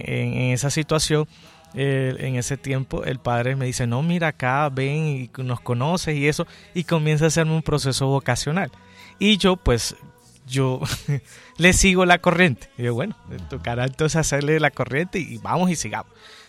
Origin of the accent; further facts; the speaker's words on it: Barranquilla, Atlántico, Colombia; moved away as an adult; now in Bogotá, Colombia; yo era profesor en ese tiempo de un colegio en Barranquilla, sí. Pues soy de Barranquilla, por allá